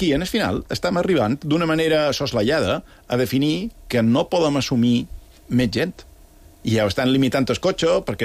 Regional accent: Balearic Islands, Spain; nosaltres, com a mallorquins, és que som un poc bosses, perquè sempre hem anat en cotxe per tot.

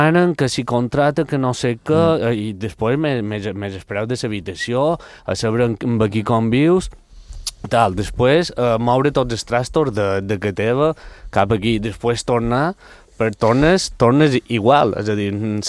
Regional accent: Balearic Islands, Spain; Sí, jo xerro italià, no t'he dit perfecte, però molta gent, ostres, i de què part d'italià era? No, jo soc mallorquí

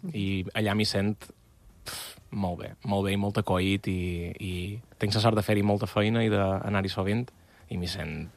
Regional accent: Balearic Islands, Spain; moved away; com a mallorquí que no viu a Mallorca, sí que viu a Catalunya, sí que viu en català, en el meu cas en mallorquí

